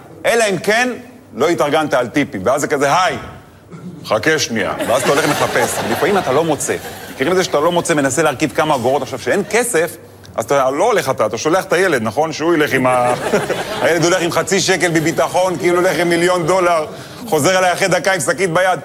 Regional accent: Netanya, Central District, Israel; born or raised there

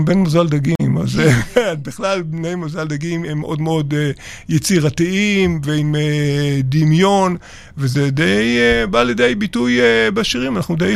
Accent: Kfar Saba, Central District, Israel; כן, אני גדלתי בכפר סבא, אני דור ראשון בארץ.

